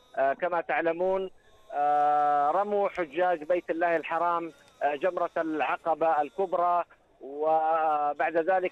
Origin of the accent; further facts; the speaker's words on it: Saudi Arabia; نحن كسعوديين